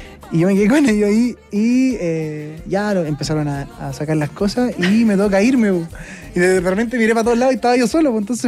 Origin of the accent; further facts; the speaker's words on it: Curicó, Maule, Chile; ¿De dónde era … ? Yo soy de Curicó.